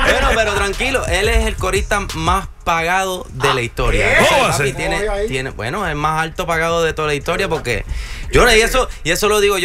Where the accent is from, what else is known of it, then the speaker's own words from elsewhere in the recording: Philadelphia, Pennsylvania, United States; born there; Es que yo soy nacido en Filadelfia, pero yo soy boricua, papi, para que tú lo sepas.